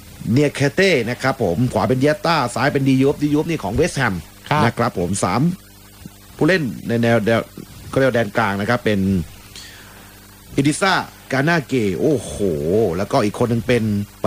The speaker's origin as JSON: {"language": "Thai", "region": "Southern Thailand", "country": "Thailand", "said": "ใช่ถ้าสนยางเนี่ยผมก็เป็นคนใต้เหมือนกัน"}